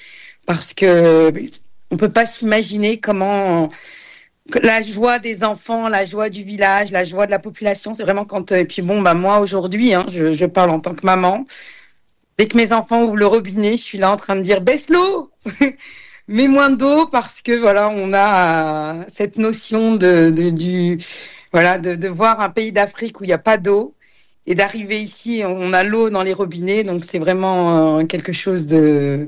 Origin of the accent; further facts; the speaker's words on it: Djerba, Medenine, Tunisia; moi, je suis originaire de la Tunisie et d'une petite île qui s'appelle Djerba.